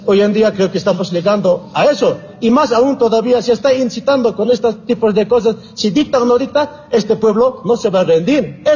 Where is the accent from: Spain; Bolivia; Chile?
Bolivia; Nosotros somos pueblo boliviano también.